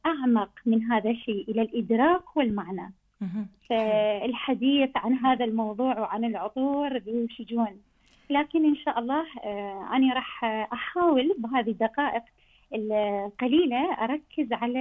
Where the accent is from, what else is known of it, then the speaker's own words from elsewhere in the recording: Iraq; احنا عندنا بالعراق الجو يعني يصير جدا حار،